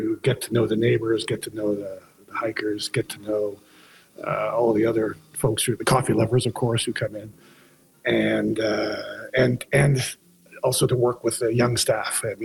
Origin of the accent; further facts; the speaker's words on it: Halifax, Nova Scotia, Canada; now in St. John's, Canada; I'm originally from Halifax. My wife, Nancy, was born and raised in St. John's. We lived away for a long time and moved back to St. John's in 2013.